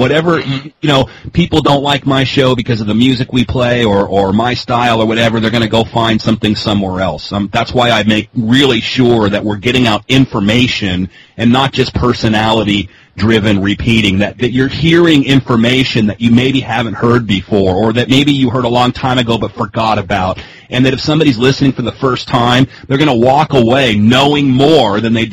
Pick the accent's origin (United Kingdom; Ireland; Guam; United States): Ireland; You know, I'm Irish, and the old adage is some people see the glass as half empty, some people see the glass as half full.